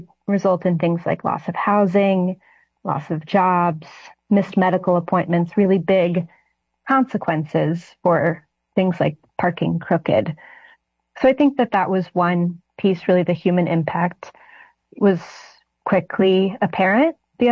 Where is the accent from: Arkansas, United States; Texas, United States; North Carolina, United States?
Arkansas, United States; now in Connecticut, United States; And that was especially special for me in Arkansas, growing up in Arkansan, growing up reading the Democrat Gazette